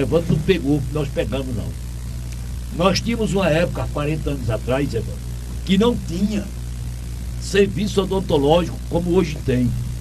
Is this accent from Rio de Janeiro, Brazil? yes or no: no; Altinho, Pernambuco, Brazil; A rua fica bem perto da Padre Manuel Zacaria, onde eu nasci e me criei.